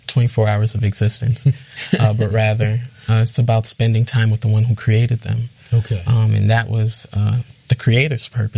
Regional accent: Boston, Massachusetts, United States; I'm born and raised in America. I'm from Boston, Massachusetts.

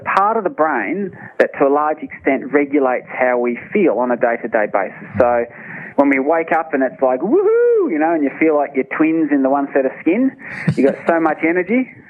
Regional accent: Australia; I, being an Australian

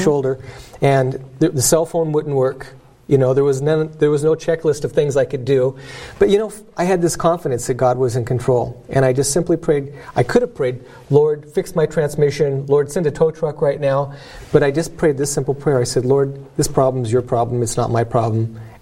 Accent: St. Maries, Idaho, United States; it turned out that I told him I was from St. Mary's, Idaho.

